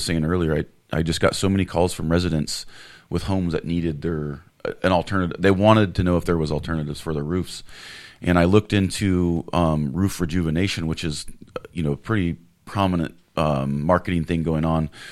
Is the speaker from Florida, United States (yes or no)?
no; Cottonwood, California, United States; Right down the street, and I went to West Cottonwood Schools, West Valley High School.